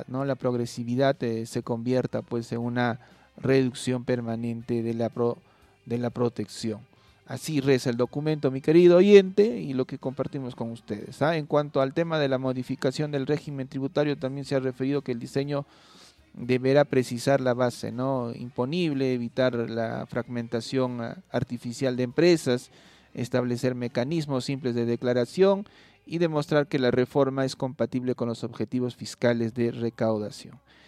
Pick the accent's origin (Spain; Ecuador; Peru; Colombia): Peru